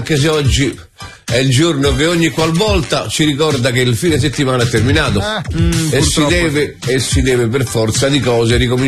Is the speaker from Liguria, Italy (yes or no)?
no; Rome, Lazio, Italy; noi siamo romani.